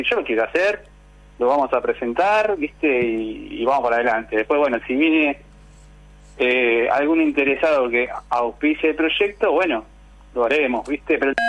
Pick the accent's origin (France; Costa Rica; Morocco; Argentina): Argentina; nosotros como los argentinos somos tan particulares, tan especiales